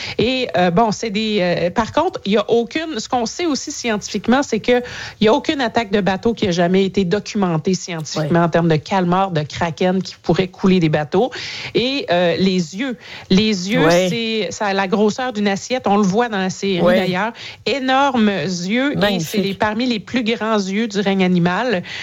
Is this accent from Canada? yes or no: yes; Newfoundland and Labrador, Canada; Première série dramatique Netflix tournée entièrement chez nous à Terre-Neuve